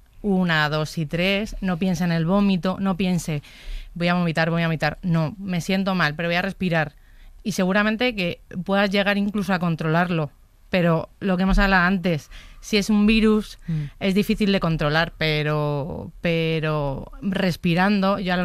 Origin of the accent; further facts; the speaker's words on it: Madrid, Community of Madrid, Spain; soy de Madrid.